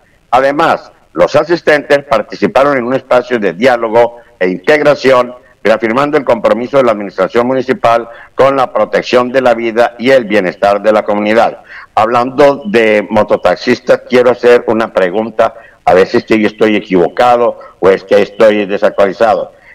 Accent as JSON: {"language": "Spanish", "town": "Guadalajara", "region": "Jalisco", "country": "Mexico", "moved": "yes", "lives_now": "Colombia", "said": "mi tierra Guadalajara"}